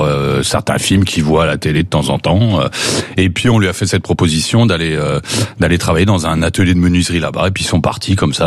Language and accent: French; Mali; born there; Je suis né au Mali